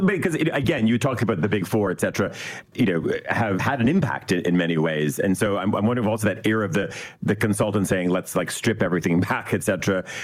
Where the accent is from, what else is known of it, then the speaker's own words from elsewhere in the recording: Canada; I grew up in Canada, and I can remember a time in the 70s, 80s